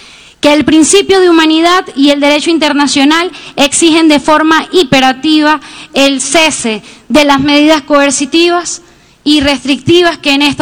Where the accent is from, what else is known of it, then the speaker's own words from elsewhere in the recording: Venezuela; Hoy como pueblo venezolano acompañemos más que nunca a quienes más lo necesitan.